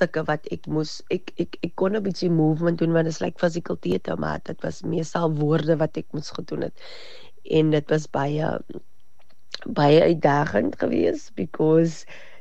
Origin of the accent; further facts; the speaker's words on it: George, Western Cape, South Africa; ek is alipad van George. Ek het groot geraak in Rosemore.